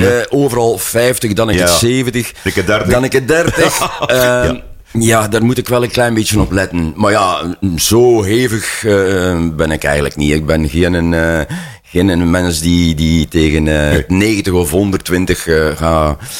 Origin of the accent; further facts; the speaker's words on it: Lokeren, Flanders, Belgium; Ik ben eigenlijk afkomstig van Lokeren.